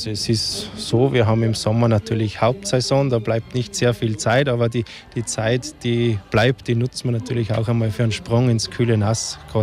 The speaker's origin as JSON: {"language": "German", "town": "Bad Ischl", "region": "Upper Austria", "country": "Austria", "tie": "born or raised there", "said": "Also ich bin ja aus der Region, also ursprünglich aus Bad Ischl"}